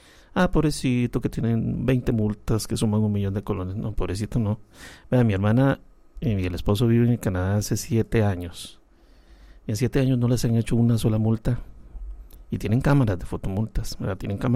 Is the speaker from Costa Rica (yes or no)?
yes; Guápiles, Limón, Costa Rica; Guápiles, mi tierra, yo nací en Guápiles, mi estimada.